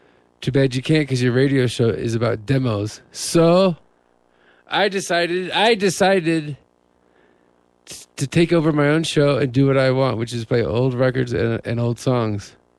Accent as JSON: {"language": "English", "town": "Canton", "region": "Ohio", "country": "United States", "said": "I am from Mid-America. I'm from Canton, Ohio."}